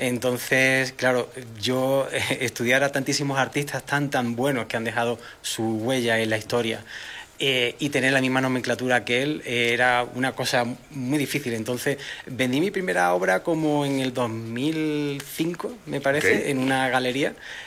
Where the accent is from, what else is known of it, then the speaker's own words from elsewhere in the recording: Málaga, Andalusia, Spain; sobre la identidad de de donde vengo, es decir, de Málaga, España, hacia México